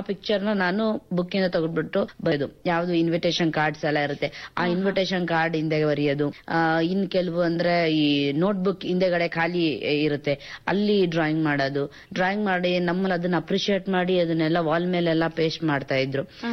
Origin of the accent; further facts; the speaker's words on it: Hiriyur, Karnataka, India; now in Bangalore, India; ನಾನು ಹಿರಿಯೂರವಳು, ಹಿರಿಯೂರು ತಾಲೂಕು, ಚಿತ್ರದುರ್ಗ ಡಿಸ್ಟ್ರಿಕ್ಟ್. ನಾನು civil engineer work ಮಾಡ್ತಾ ಇದ್ದೀನಿ ಒಂದು MNC ಕಂಪನಿಲಿ, ಬ್ಯಾಂಗ್ಳೂರಲ್ಲಿ.